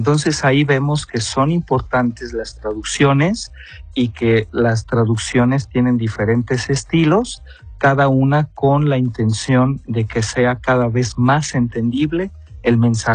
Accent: Mexico; yo como mexicano utilizamos una frase que dice "hay de chile mole y pozole", ¿no? Que no se entiende en otros países

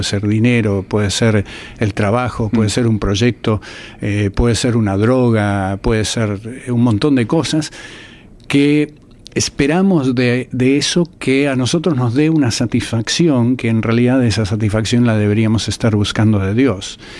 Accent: Argentina; yo soy de Argentina

